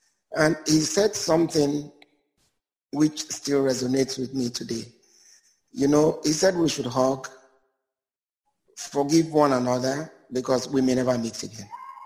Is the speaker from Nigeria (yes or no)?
yes; Okrika, Rivers, Nigeria; growing up in Okrika, as Mike and I did